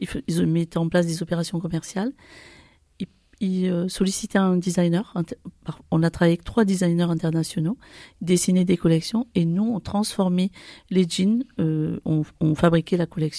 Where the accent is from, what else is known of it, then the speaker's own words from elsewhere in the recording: Avignon, Provence-Alpes-Côte d'Azur, France; moved away as an adult; now in Marseille, France; je suis originaire d'Avignon, et sur Avignon, j'ai travaillé une trentaine d'années en mission locale.